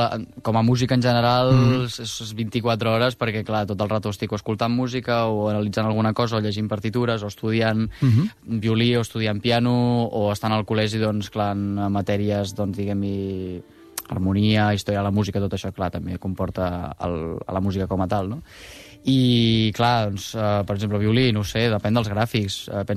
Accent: Montblanc, Catalonia, Spain; born or raised there

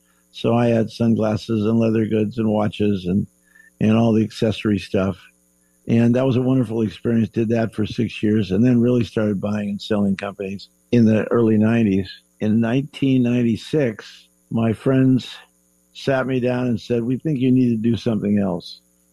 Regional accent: Pacific Northwest, United States; born there; So I was born in the Pacific Northwest.

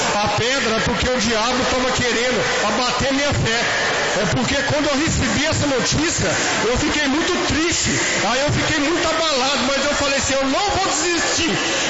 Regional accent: Abaeté, Minas Gerais, Brazil; Eu estou morando aqui, eu sou lá de Abaeté, eu vim aqui justamente para vir aqui no Cabana para me receber essa bênção.

